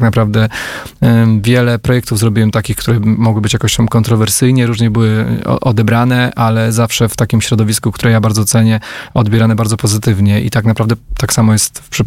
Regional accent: Warsaw, Masovian Voivodeship, Poland; pochodzę z Warszawy

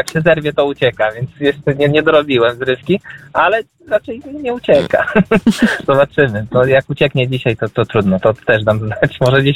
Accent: Wrocław, Lower Silesian Voivodeship, Poland; now in Warsaw, Poland; Ja tak mam porównanie z moim rodzinnym miastem Wrocławiem

